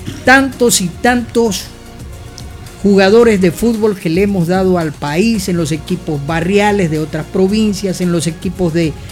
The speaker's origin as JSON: {"language": "Spanish", "country": "Ecuador", "said": "nuestro país, Ecuador."}